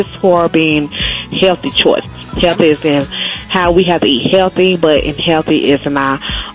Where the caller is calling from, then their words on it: Decatur, Georgia, United States; I'm from Decatur, Georgia.